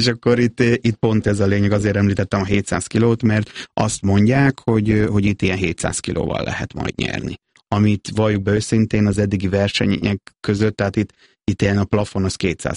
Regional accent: Nyíregyháza, Szabolcs-Szatmár-Bereg, Hungary; nyíregyháziként Tiszalökre sokat jártunk ki

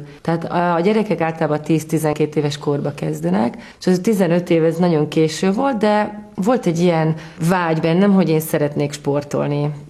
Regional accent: Budapest, Hungary; also born or lived in Buda, 12th district, Budapest; én Zuglóban születtem, aztán 11 éves koromban pedig Budára költöztem a 12. kerületbe.

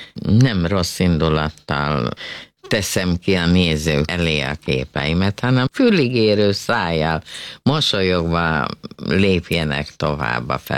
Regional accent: Pusztamonostor, Jász-Nagykun-Szolnok, Hungary; moved away; Puszta monostor, az mégis a szülőfalu

